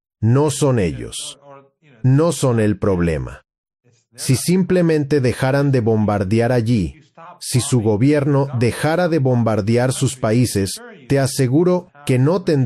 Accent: Tehran, Tehran Province, Iran; Me crié en Teherán. Me gusta vivir en Teherán, a pesar de todos los problemas que tiene como megalópolis. Porque mis amigos están aquí, mi familia está aquí, mis parientes están aquí.

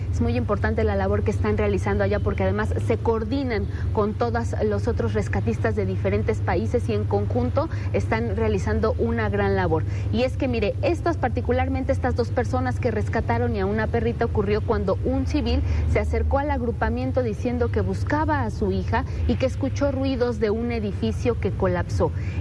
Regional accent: Mexico

